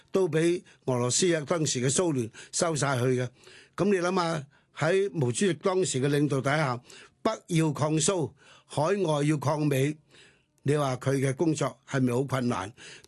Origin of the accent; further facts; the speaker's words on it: China; 直到今日我們中國人民衣食足，我們中國人民更加要感覺到對自己國家能夠通過艱苦奮鬥自力更生，這樣得到一個美麗的中國。